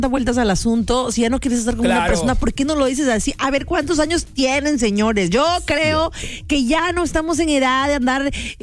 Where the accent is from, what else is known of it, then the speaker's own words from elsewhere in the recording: Veracruz, Mexico; Yo vengo de la Mixtequilla.